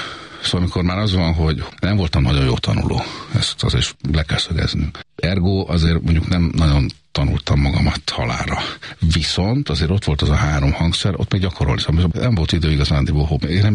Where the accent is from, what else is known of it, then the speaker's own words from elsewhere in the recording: Budapest, Hungary; Budapesten születtem, édesanyám hegedű tanár, édesapám brácsázott az operában, szóval erre mondják azt, hogy zenész családba született. Itt nőttem föl először a harmadik kerületben